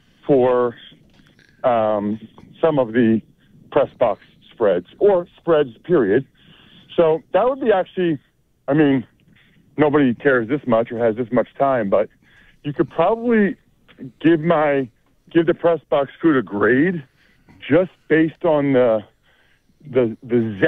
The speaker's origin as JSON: {"language": "English", "town": "Reading", "region": "Pennsylvania", "country": "United States", "said": "I'm from Reading, Pennsylvania."}